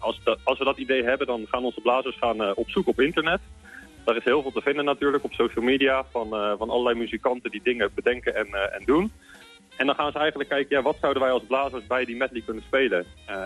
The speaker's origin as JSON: {"language": "Dutch", "town": "Leiden", "region": "South Holland", "country": "Netherlands", "said": "Nee, we komen uit de regio. Ja. En we komen de meeste van ons komen uit Leiden. Dus we komen niet uit Alphen zelf."}